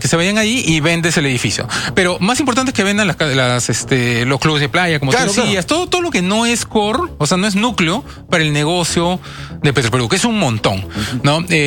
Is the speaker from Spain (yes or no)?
no; Peru